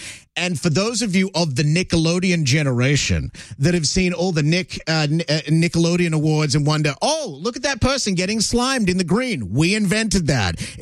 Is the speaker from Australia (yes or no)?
yes; Australia; moved away; I grew up in Australia watching Degrassi, and when I moved to the east side, the first place I went that day was Degrassi Street.